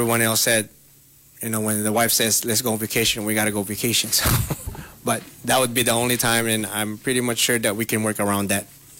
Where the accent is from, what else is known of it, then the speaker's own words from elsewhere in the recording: San Diego, California, United States; now in Kodiak, United States; I'm from San Diego, but Kodiak is home to me.